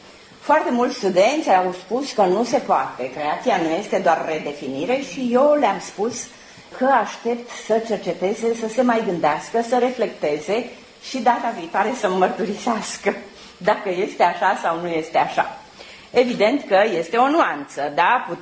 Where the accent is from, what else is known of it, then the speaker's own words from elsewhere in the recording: Romania; eu sunt româncă în Europa și în lume. Valorile mele sunt limba română